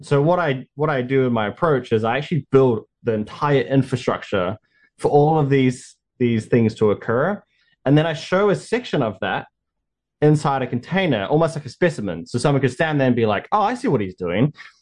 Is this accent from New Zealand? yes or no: yes; New Zealand; moved away; growing up in New Zealand, my home